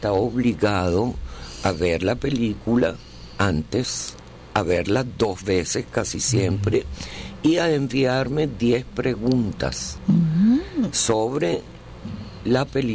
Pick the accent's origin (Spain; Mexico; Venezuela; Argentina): Venezuela; born there; yo sentía en mi juventud, en mi adolescencia, que estando en Venezuela y siendo mujer